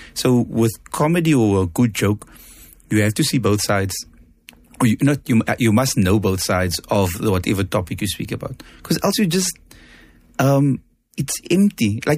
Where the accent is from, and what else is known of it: South Africa